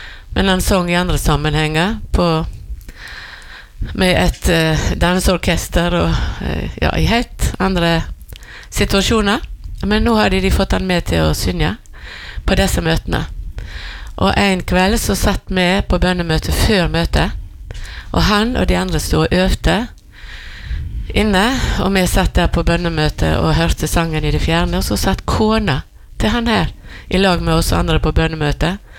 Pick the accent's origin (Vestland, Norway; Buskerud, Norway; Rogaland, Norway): Vestland, Norway; Fitjar; Det ble jo bygdesorg hjemme på Fitjar når Rasmus død.